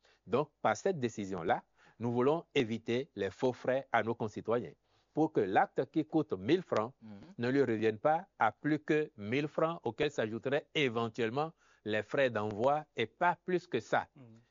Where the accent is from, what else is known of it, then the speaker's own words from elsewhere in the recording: Benin; en tant que Béninois